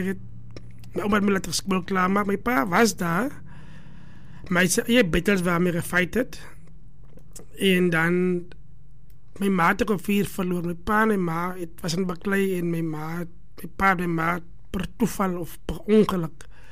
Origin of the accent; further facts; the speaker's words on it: Oudtshoorn, Western Cape, South Africa; Ek is boerlang van Oudtshoorn, gematriculeer by Sint-Sienus secundaire school en het ek my laerskoolloopbaan begin by Beersig Primair